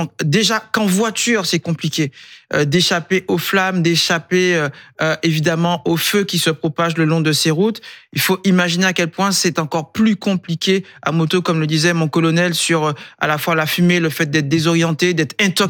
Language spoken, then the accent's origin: French; France